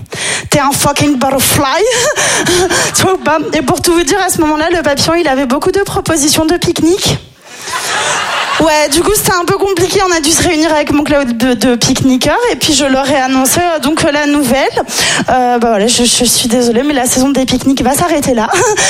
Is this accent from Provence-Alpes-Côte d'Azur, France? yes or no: yes; Nice, Provence-Alpes-Côte d'Azur, France; moi, je suis niçoise, donc c'est littéralement mes deux activités préférées, quoi, dans la vie.